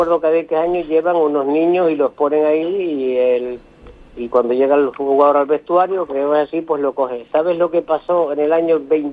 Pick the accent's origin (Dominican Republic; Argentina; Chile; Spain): Spain; Canary Islands; que todos somos canarios iguales.